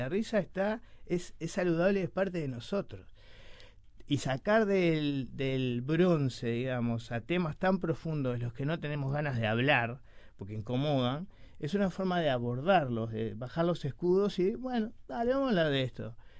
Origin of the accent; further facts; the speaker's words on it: Montevideo, Uruguay; yo nací en Villa Española, que no es del lugar donde comúnmente salen los escritores.